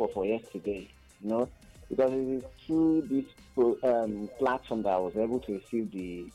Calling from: Abakaliki, Ebonyi, Nigeria; First of all … I'm calling from Abakaliki.

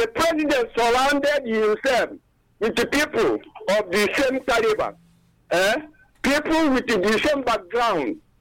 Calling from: Isokom, Ebonyi, Nigeria; I'm calling from Isokom in Onitsha local government area of Ebonyi State.

